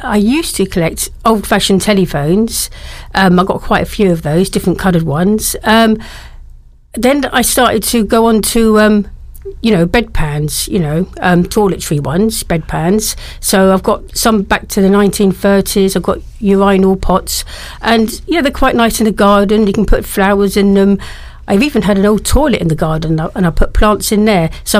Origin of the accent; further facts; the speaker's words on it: Windsor, South East England, United Kingdom; when we were growing up in Windsor.